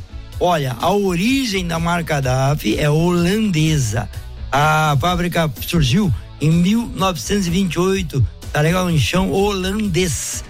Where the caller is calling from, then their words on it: Vitória, Espírito Santo, Brazil; sou aqui de Vitória do Espírito Santo, ligadinho contigo.